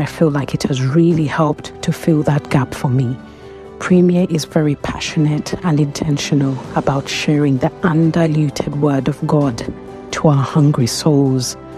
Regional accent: London, United Kingdom; now in Middle East; I am from London.

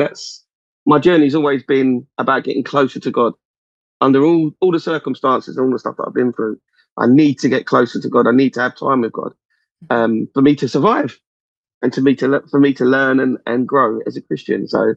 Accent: London, United Kingdom; So so I come from South, as you may have noticed from a bit of the accent, but I'm being as eloquent as I can. I come from South East London. So I was brought up in Camberwell, Denmark, Hillway. And there's an estate there called The Circle.

